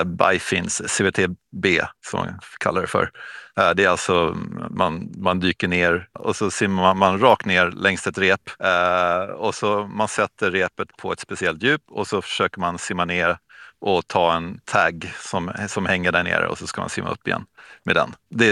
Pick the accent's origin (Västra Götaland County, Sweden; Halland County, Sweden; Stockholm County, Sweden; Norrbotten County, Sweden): Stockholm County, Sweden; Stockholm; och jag är svensk fridykare kan man säga, från Stockholm.